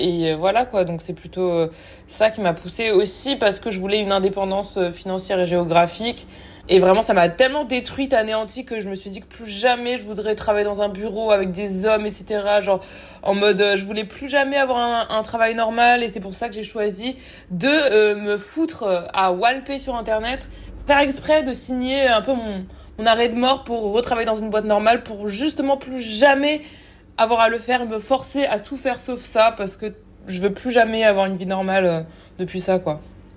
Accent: La Rochelle, Nouvelle-Aquitaine, France; also born or lived in Évry / China; Je suis née à Évry et ensuite j'étais à La Rochelle. J'ai aussi grandi une partie de ma vie en Chine quand j'étais petite en école primaire pendant 4 ans.

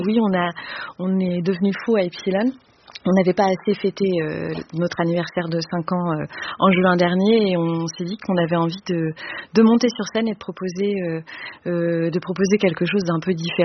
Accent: Grenoble, Auvergne-Rhône-Alpes, France; Moi, en tant que grenobloise, j'ai pu faire le lien finalement avec les études ici qu'on voit.

